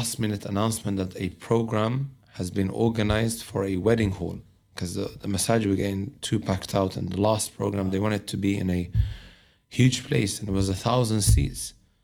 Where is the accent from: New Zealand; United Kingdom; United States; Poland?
United Kingdom; Leicester, East Midlands; I'm from Leicester, but I come visit her from time to time.